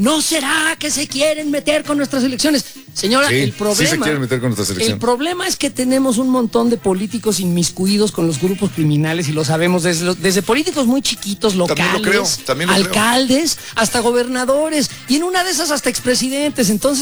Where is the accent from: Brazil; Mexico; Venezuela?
Mexico